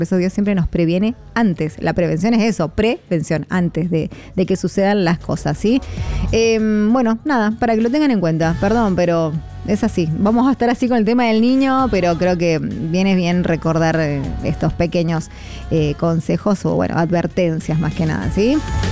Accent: Mendoza, Argentina; todos somos vecinos acá, mendocinos

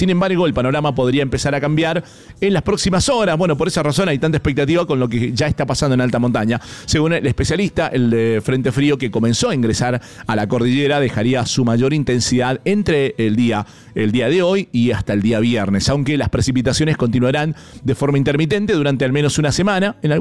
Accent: Argentina; somos argentinos.

